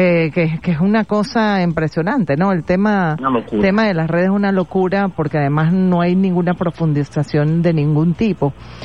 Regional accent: Upata, Bolívar, Venezuela; yo, de Upata.

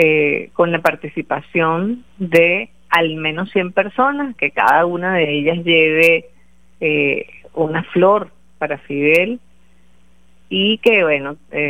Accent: Venezuela; las que vivimos aquí en Venezuela

